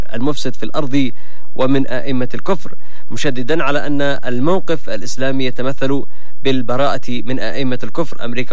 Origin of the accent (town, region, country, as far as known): Yemen